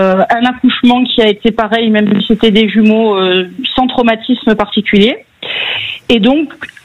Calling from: Nouvelle-Aquitaine, France

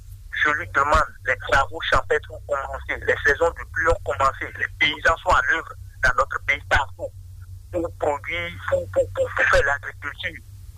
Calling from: Benin

